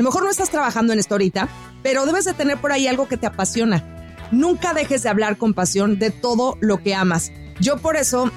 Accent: Mazatlán, Sinaloa, Mexico; moved away; Soy la mazatleca que anda por acá viajando por el mundo

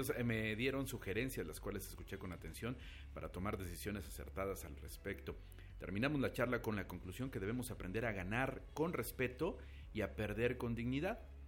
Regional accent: Mexico; Lamentablemente creo que como mexicanos no sabemos ganar en el ámbito del respeto hacia los demás.

